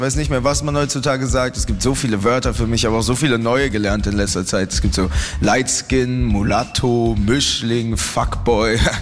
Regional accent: Austria; Ich bin Österreicher. Tatsächlich, also nicht nur Österreicher offensichtlich.

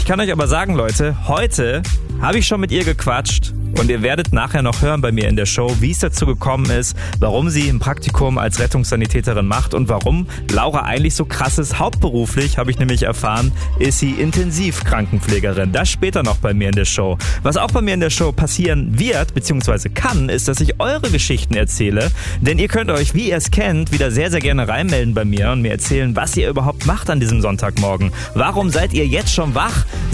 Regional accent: Bielefeld, North Rhine-Westphalia, Germany; Ich spiele euch jetzt Musik aus meiner Heimatstadt Bielefeld.

